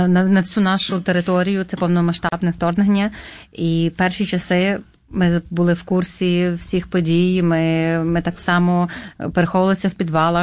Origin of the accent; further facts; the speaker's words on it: Zakarpattia Oblast, Ukraine; moved away as an adult; now in Rochester, United States; Ми приїхали з України в 2023 році. Ми з Закарпаття, з України.